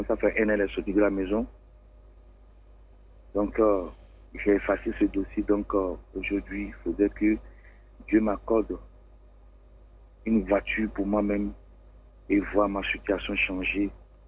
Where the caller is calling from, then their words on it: Abidjan, Côte d’Ivoire; J'appelle de Angré Nouveau Suivant